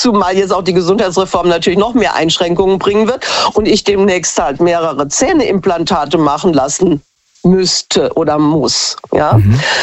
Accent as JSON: {"language": "German", "region": "Hesse", "country": "Germany"}